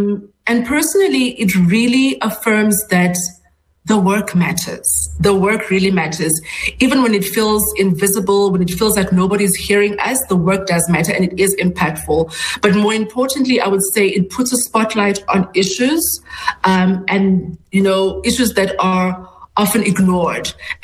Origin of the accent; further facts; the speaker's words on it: Port Elizabeth, Eastern Cape, South Africa; I was born in Port Elizabeth, and I come from one of the most, you know, less privileged communities